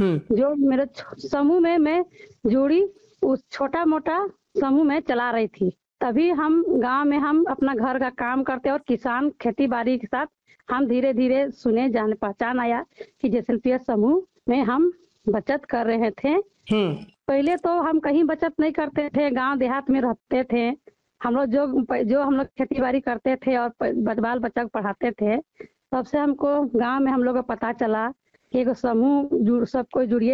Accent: Ranchi district, Jharkhand, India; मैं जीराबार का रहने वाली हूँ। मेरा गांव पड़ता है जीराबार, पोस्ट कुच्चू, थाना और मांझी, जिला रांची, झारखंड।

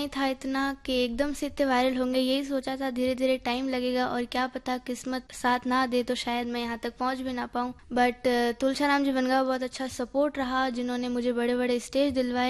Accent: Jodhpur, Rajasthan, India; और मैं जोधपुर से हूँ।

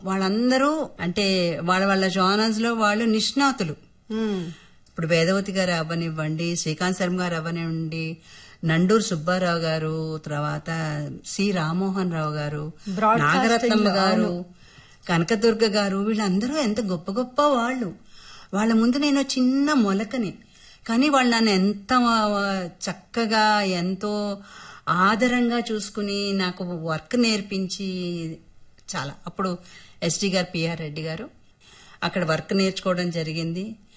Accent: Kakinada, Andhra Pradesh, India; born there; moved away as an adult; also born or lived in Kadapa / Vijayawada / Hyderabad; మా ఊరు కాకినాడ

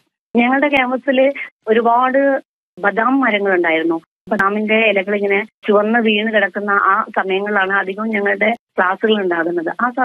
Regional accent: Kozhikode, Kerala, India; ഞാൻ കോഴിക്കോട് സ്വദേശിനിയാണ്. പഠിച്ചത് government arts and science college കോഴിക്കോടാണ്.

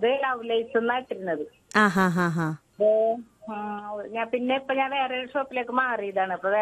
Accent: Njarakkal, Kerala, India; moved away as an adult; now in Cherai, India; എന്റെ സ്വന്തം വീട് ഞാർക്കിലാണ്, കെട്ടിച്ചിട്ടുണ്ടെക്കണ ചെറായിലാണ്.

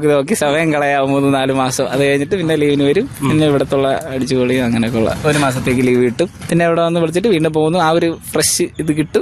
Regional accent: Neyyattinkara, Kerala, India; Nadu Neyyattinkara.

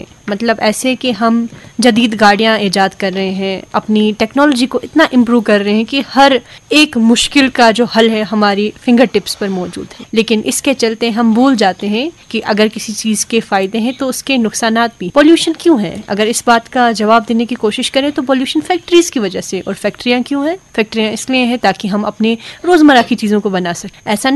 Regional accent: Rawatpura, Jammu and Kashmir, India; now in Srinagar, India; मैं रावतपुरा से हूँ जो कि कुपवारा का एक बहुत ही सुंदर गांव है। तो फिलहाल मैं श्रीनगर में रहती हूँ पढ़ाई के सिलसिले में, लेकिन अपने गांव को बहुत मिस।

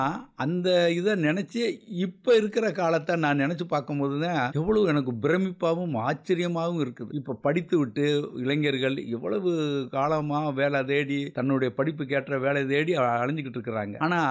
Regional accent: Madurai, Tamil Nadu, India; also born or lived in Dindigul; மதுரை தான்.

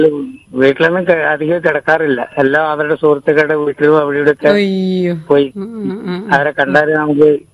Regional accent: Chavanappuzha, Kerala, India; born there; തളിപ്പറമ്പിനടുത്ത് ചവനപ്പുഴയിൽ നിന്ന്.

